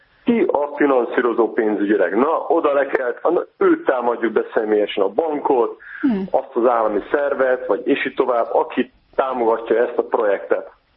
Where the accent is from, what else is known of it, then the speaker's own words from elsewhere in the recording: Budapest, Hungary; Sziasztok, egyébként én is újpesti vagyok, de én egyébként Óbudán születtem.